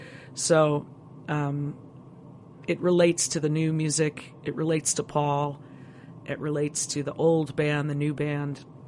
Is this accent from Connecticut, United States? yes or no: no; Elmhurst, Illinois, United States; locally around Chicago where I live in the suburbs. And I'm playing in Elmhurst, my hometown